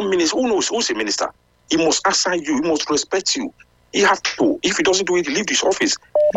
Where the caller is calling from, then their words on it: United Kingdom; I'm calling from United Kingdom.